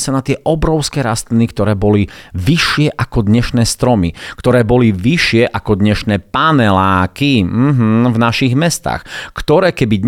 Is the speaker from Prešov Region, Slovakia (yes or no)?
yes; Bardejov, Prešov Region, Slovakia; ako dieťa som býval v Bardejove. No a v Bardejove som býval na takom sídlisku a to sídlisko bolo hneď pod lesom. Bývali sme v bytovke